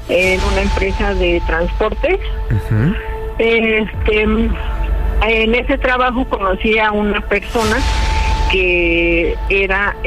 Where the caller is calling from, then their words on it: State of Mexico, Mexico; Tengo 42 años y soy del Estado de México.